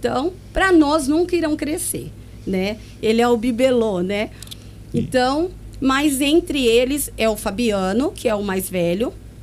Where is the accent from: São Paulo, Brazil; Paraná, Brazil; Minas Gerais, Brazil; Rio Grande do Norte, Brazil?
São Paulo, Brazil; Monte Alto; Eu nasci aqui em Monte Alto, fui criada ali na Vila Gadini, na rua Floriano Peixoto. Venho de uma família muito humilde